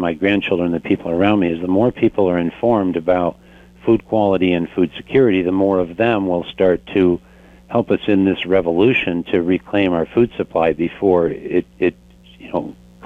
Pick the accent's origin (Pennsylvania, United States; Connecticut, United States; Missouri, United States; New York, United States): Connecticut, United States; born there; moved away as an adult; now in Vermont, United States; So I grew up around dairy farms, but I wasn't a farmer. I grew up in Connecticut